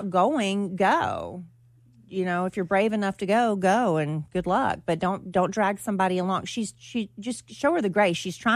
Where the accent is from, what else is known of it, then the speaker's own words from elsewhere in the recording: United States; born there; I'm very, very thankful that I was born in America.